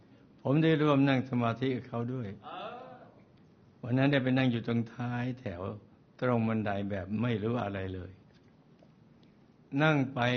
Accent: Surin, Thailand; ผมมาจากต่างจังหวัดเป็นลูกชาวนาแท้ๆพ่อแม่พี่น้องอยู่จังหวัดสุรินทร์ถิ่นช้างใหญ่

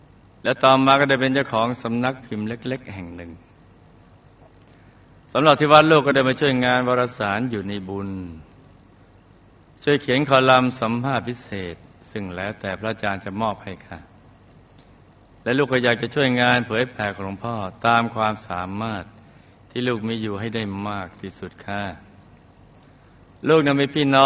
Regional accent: Nakhon Si Thammarat, Thailand; moved away; มีพื้นเพเดิมเป็นคนจังหวัดนครศรีธรรมราช

